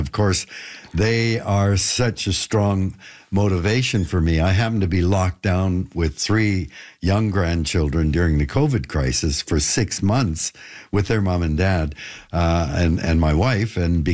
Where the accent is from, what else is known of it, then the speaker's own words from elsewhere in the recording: Canada; when we're born in Canada